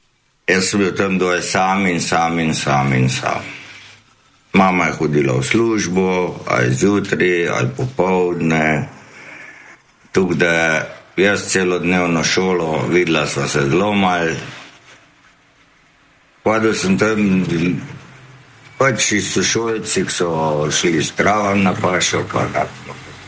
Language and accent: Slovenian; Zagorje ob Savi, Central Sava, Slovenia; also born or lived in Trbovlje; Ja, rodil sem se v bistvu v Trbovljih v bolnici, da ga živel pa v Zagorju, v Psavi.